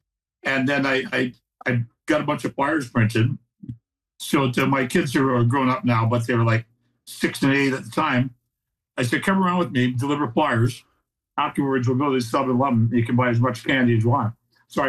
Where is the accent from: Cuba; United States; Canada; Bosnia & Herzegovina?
Canada; Burnaby, British Columbia; My hometown of Burnaby is the most diverse city in Canada. There's 103 different languages spoken here.